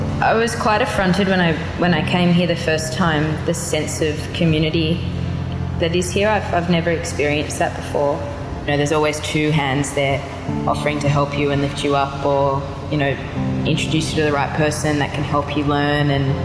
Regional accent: Sydney, New South Wales, Australia; born there; moved away as an adult; now in Alice Springs, Australia; and I was born in Sydney. I moved to Alice Springs when I was 23, and I came here initially to help my housemates from Sydney run a youth program.

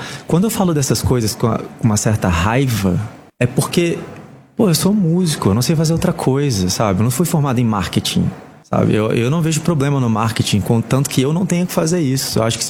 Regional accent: Brazil; Mas eu não posso me dar o luxo também, que eu sou brasileiro, eu sou aquele artista...

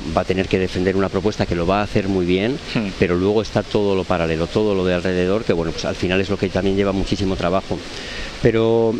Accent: Torrelavega, Cantabria, Spain; que soy de aquí de Torre la Vega

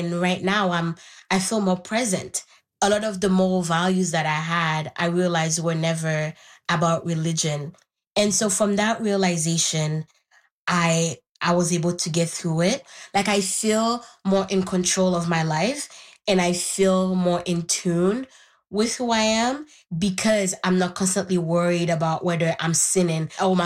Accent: Haiti; born or raised there; first language Haitian Creole; English is a second language; moved away

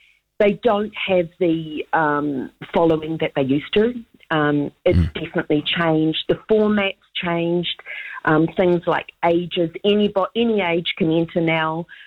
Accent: New Zealand; And I think, you know, being a Kiwi, I think we are friendly people. we're authentic.

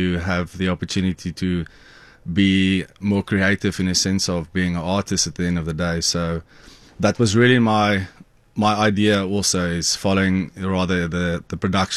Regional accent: Western Cape, South Africa; moved away; My father's father was an apple farmer in Elgin, and my mom's parents were grape growers in Botlaray, which is a small ward just off Stellenbosch towards Cape Town. So, you know, me growing up in a wine farm

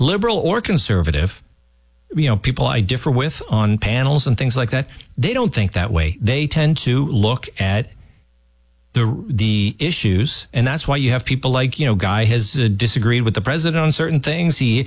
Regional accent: New England, United States; My parents were Democrats. We're Catholic. We're from New England.

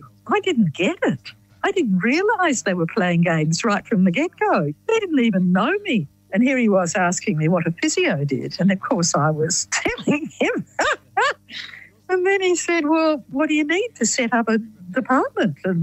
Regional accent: Tasmania, Australia; I grew up in Tasmania.

